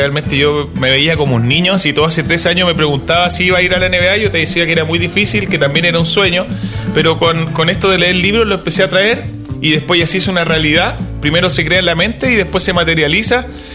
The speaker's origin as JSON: {"language": "Spanish", "town": "San Felipe", "region": "Valparaíso", "country": "Chile", "said": "soy de acá de San Felipe."}